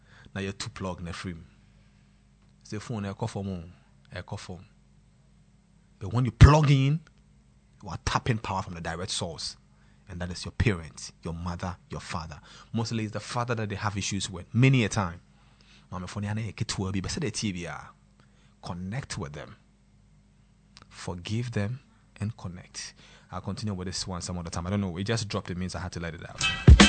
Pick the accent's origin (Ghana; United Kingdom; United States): Ghana; Santia Fijase; Anytime I go to my hometown, Santia Fijase, that's my father's side, but my mother's side is at Antiachim.